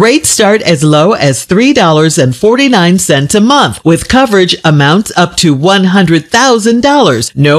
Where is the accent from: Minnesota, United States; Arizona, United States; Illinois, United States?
Illinois, United States; Chicago; In my hometown of Chicago, it was fun.